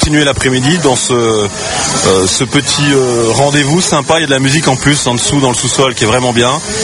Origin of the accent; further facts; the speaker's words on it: Grand Est, France; moi je viens des Vosges.